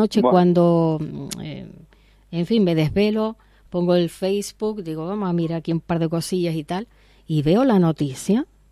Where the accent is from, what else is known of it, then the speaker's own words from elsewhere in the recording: Venezuela; born there; moved away; Yo nací en Venezuela.